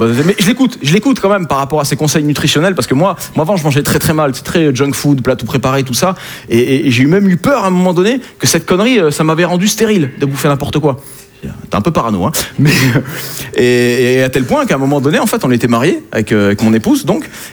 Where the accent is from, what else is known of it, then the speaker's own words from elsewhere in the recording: Southern France, France; Hein, je viens du sud de la France.